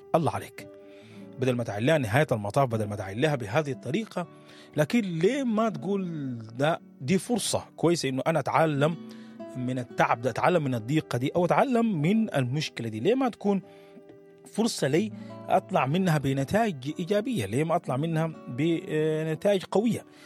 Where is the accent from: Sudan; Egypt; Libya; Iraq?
Sudan; كسوداني بنحب الاجتماعيات